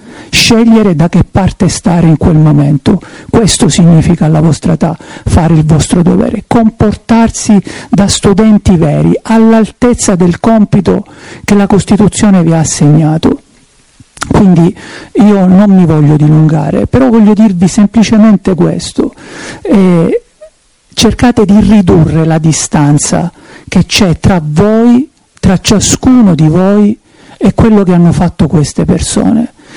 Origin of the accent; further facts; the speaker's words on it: Reggio Calabria, Calabria, Italy; io vengo da Reggio Calabria